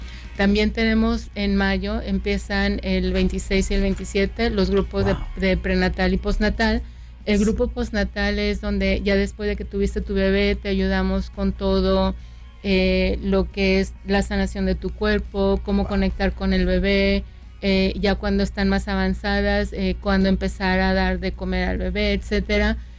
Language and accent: Spanish; San Luis Potosí, Mexico; now in United States; Yo soy inmigrante, soy de San Luis Potosí, México.